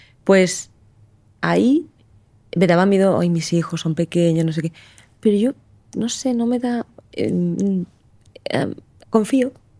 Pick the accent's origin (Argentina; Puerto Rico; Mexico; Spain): Spain; Lorca, Region of Murcia; also born or lived in Águilas; Yo soy murciana, de esa zona.